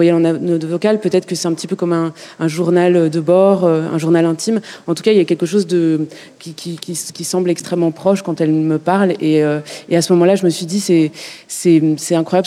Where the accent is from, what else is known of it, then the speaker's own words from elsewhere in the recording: Brussels, Belgium; Moi, je suis très privilégiée, je viens de pas très loin, je viens de Bruxelles, donc c'est 1h15 de train